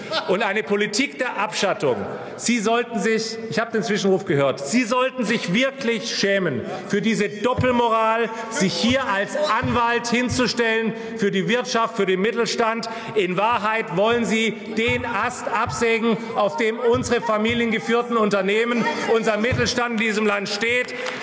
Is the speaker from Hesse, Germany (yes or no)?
no; Baden-Württemberg, Germany; ich komme aus Baden-Württemberg, ich lebe dort auch noch.